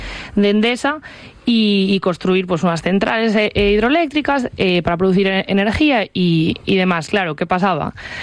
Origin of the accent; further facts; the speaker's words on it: Villafranca del Bierzo, Castile and León, Spain; como soy de Villafranca